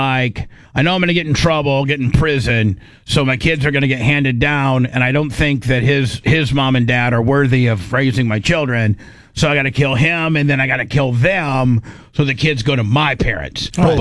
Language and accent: English; Indiana, United States; I was raised in Indiana with a Florida kicker.